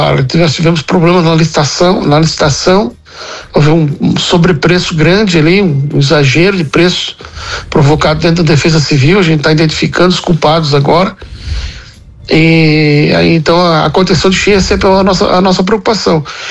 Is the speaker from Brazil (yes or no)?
yes; Blumenau, Santa Catarina, Brazil; eu sou de Blumenau